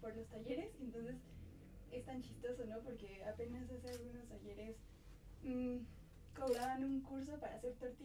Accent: Mexico City, Mexico; yo soy de Xochimilco

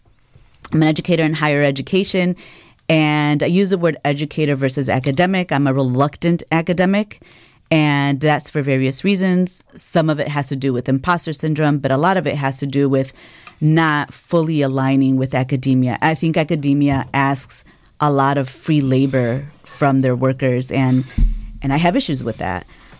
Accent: Chicago, Illinois, United States; I am born and raised in Chicago. Both of my parents are Guatemalan immigrants

